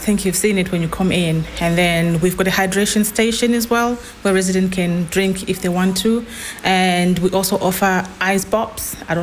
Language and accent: English; Zimbabwe; now in United Kingdom; where I come from, it is hot, but when you sit in a shade, there's breeze still coming in. I'm from Zimbabwe.